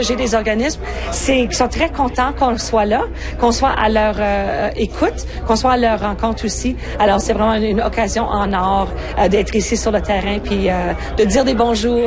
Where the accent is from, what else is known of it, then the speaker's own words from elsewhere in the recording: Manitoba, Canada; born there; moi, je suis franco-manitobaine de souche. Je vis dans une situation, dans un contexte de francophonie minoritaire.